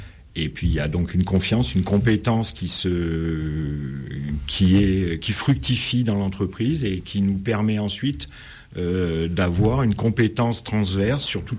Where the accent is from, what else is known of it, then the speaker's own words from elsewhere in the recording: Valence, Auvergne-Rhône-Alpes, France; born there; Mais bon, les hasards de la vie ont fait que je suis revenu dans ma ville natale et à partir du moment où j'ai créé mon entreprise, bon, j'étais un petit peu sédentarisé, on va dire.